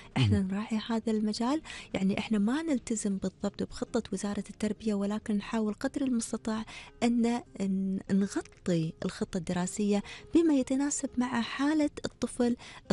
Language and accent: Arabic; Kuwait; من أجمل الصور اللي هو أبهى صور التطوع عندنا بالكويت